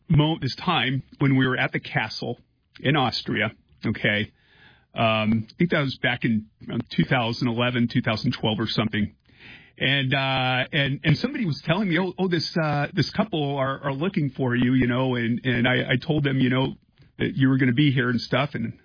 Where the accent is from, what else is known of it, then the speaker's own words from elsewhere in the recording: Czechia; And I left Kosovo like within the next couple weeks, and I returned to my home country. I was in the Czech Republic